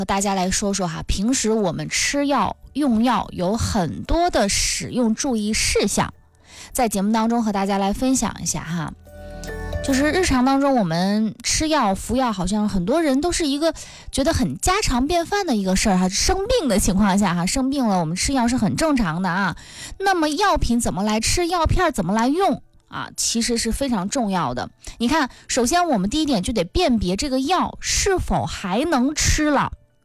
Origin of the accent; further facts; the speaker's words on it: Northeast China, China; accent: Northeastern dialect; 用我们东北话说，这药物好像飞了啊